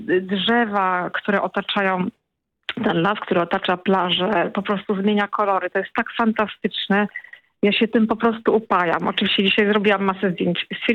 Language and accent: Polish; Tricity, Pomeranian Voivodeship, Poland; jestem z Trójmiasta, więc przyszłam się tam nad morze z Gdyni do Sopotu.